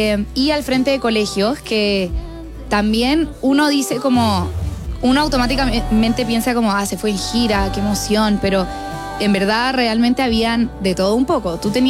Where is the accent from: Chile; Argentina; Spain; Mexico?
Chile; moved away as an adult; also born or lived in United States; siento que también he vivido gran parte ahí, tengo conexiones allá. Creo que mi prioridad ahora es Chile